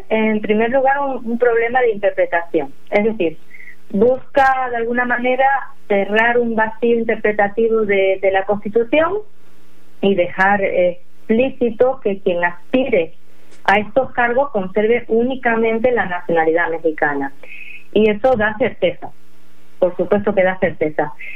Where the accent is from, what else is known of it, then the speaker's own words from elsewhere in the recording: Spain; yo por ejemplo, yo soy española de origen, y si yo quisiera renunciar a mi nacionalidad de origen